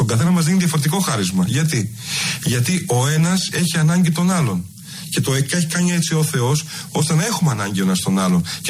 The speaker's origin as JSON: {"language": "Greek", "country": "Greece", "also_born_or_lived": "Athens / Piraeus", "said": "εμείς οι άνθρωποι που επιλέξαμε να μείνουμε στον τόπο μας, γιατί και εγώ ίδιος έφυγα για σπουδές στην Αθήνα"}